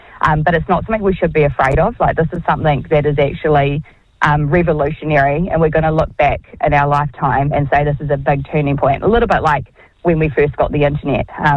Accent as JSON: {"language": "English", "country": "Canada", "said": "Like, we're from Canada, so we're like..."}